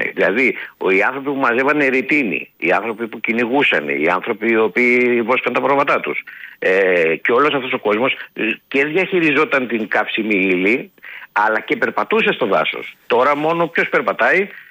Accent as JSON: {"language": "Greek", "country": "Greece", "said": "σαν Έλληνες πολίτες"}